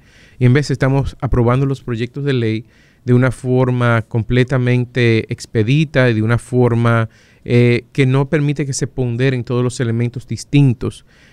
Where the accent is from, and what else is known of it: Dominican Republic